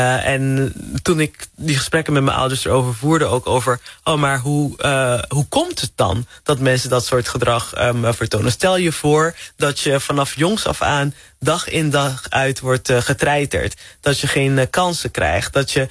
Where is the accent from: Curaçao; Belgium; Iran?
Curaçao; het doet me echt denken aan mijn jeugd op Curaçao